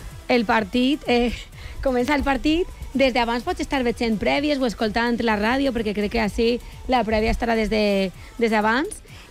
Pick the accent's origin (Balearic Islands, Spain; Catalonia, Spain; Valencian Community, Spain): Valencian Community, Spain; jo, que sóc de la zona